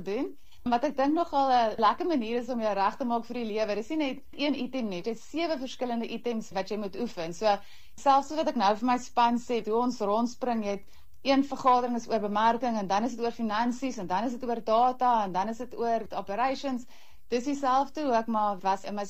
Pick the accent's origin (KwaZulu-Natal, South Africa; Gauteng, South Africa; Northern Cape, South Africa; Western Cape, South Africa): Gauteng, South Africa; Pretoria; Ek het in Pretoria groot geword.